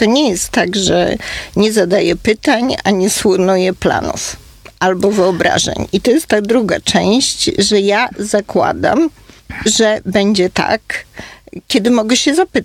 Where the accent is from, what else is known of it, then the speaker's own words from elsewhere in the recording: Warsaw, Masovian Voivodeship, Poland; na przykład ja jestem z Warszawy